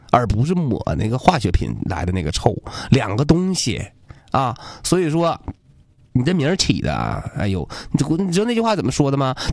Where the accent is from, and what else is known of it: China